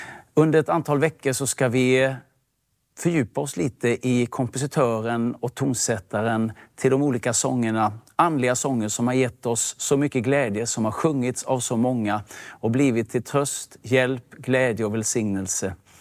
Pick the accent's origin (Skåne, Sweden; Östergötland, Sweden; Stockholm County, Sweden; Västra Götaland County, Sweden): Skåne, Sweden; Malmö; vi är ju från Malmö båda två.